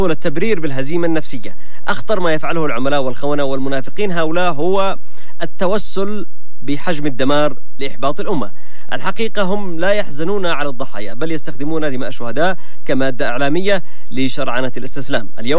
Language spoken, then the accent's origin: Arabic; Yemen; وبالمقابل سيبقى هذا النظام عدوا لنا نحن كيمنيين ما دمنا أحياء على هذه الأرض.